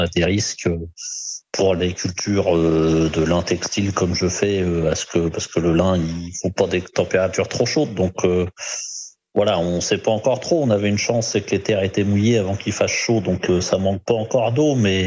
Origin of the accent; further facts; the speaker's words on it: Normandy, France; Chez nous, en Normandie, on n'a pas d'inquiétude sur les nappes phréatiques